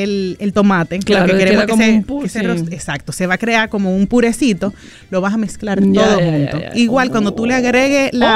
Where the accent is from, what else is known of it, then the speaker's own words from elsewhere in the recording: Dominican Republic; puede ser que yo tenga los ojos claros y puede ser que yo hable Spanglish, pero yo soy bien dominicana.